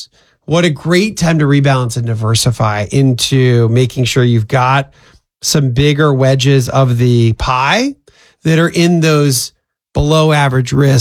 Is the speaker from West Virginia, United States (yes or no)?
no; Pennsylvania, United States; I'm from Pennsylvania, and there's a phrase that was very often said growing up, and this is more of a, for some reason, I think of this as a Pennsylvania thing.